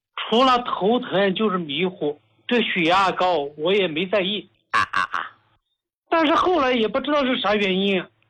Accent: Hubei, China; 我是湖北人，

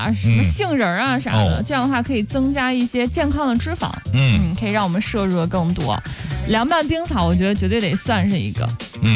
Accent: China

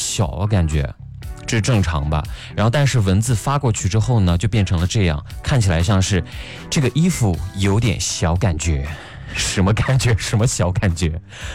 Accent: Xinjiang, China; 我家是新疆的嘛

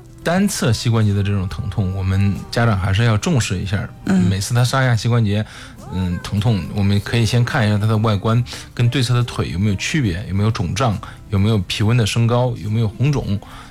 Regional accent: Henan, China; accent: Henan dialect; 用我们河南话就说这块木头它糟了

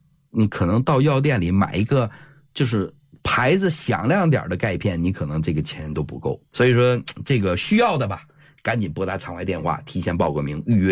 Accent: Northeast China, China; accent: Northeastern; 咱们东北话叫熊瞎子掰苞米

